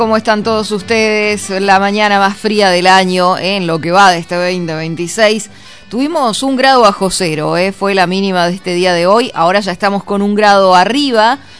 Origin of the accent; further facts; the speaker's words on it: Argentina; Qué lindos que somos los argentinos